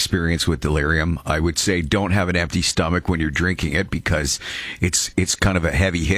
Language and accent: English; Brantford, Ontario, Canada; I grew up in Brantford, so I'm familiar with that area.